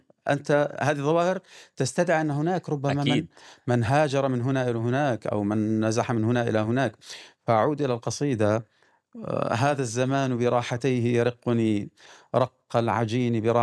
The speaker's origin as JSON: {"language": "Arabic", "town": "Deir ez-Zor", "region": "Deir ez-Zor Governorate", "country": "Syria"}